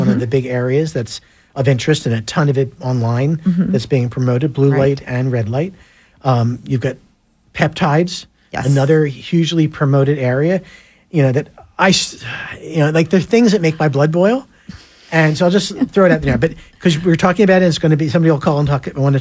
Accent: United States; I'm American.

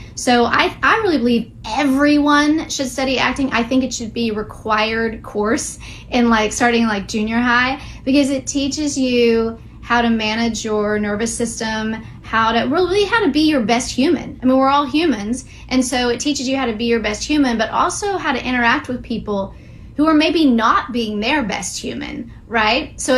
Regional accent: Houston, Texas, United States; moved away; also born or lived in New York City / London; I'm from Houston, Texas, and I used to grow up and people would say, oh, this is just a giant city that's an overgrown cow town. Like, it's a lot of little villages. And then I moved to New York City

